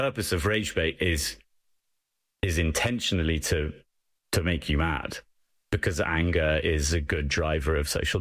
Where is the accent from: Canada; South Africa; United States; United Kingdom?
United Kingdom; England; Sorry, I'm English.